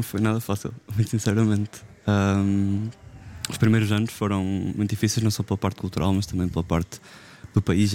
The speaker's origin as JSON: {"language": "Portuguese", "country": "Portugal", "moved": "as an adult", "lives_now": "Berlin, Germany", "said": "Vim de Portugal, que é um país tão solarengo, tão aberto, tão quente"}